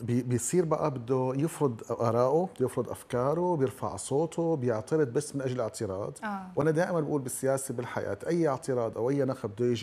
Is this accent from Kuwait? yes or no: no; Syria; هلا أنا بشوف نحن كسوريين تحديدا بحاجة لكل لحظة فرح